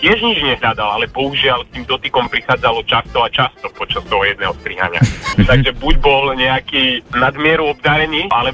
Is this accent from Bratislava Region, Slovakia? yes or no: yes; Senec, Bratislava Region, Slovakia; Od Senca.